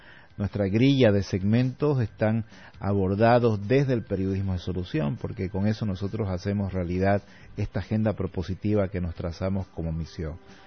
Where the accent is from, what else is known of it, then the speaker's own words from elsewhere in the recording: Puerto Rico; como cantautor puertorriqueño de rock alternativo español.